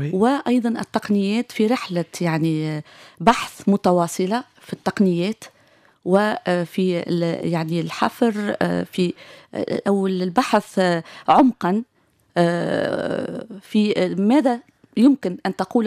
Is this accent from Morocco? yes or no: no; Tunisia; وكنت أنا كتونسية